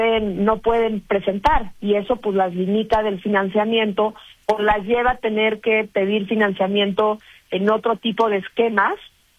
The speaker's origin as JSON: {"language": "Spanish", "country": "Mexico", "said": "como mexicanas y mexicanos ubicamos luego"}